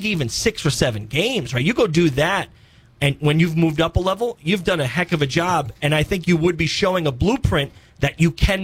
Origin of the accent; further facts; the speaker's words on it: New York City, New York, United States; moved away; growing up in New York City